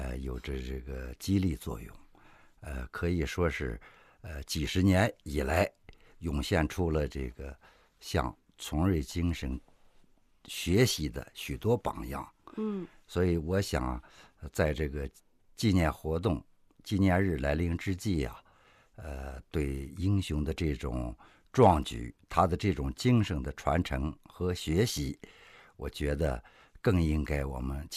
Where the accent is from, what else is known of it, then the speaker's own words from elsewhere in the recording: Longhua, Hebei, China; 我的老家南山堡村呀